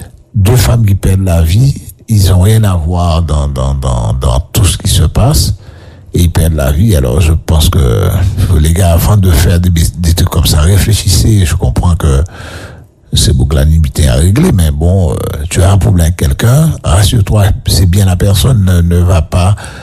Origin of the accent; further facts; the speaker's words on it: Le Gosier, Guadeloupe; Parce que je suis du Gosé, à l'époque, il y avait beaucoup de boîtes de nuit.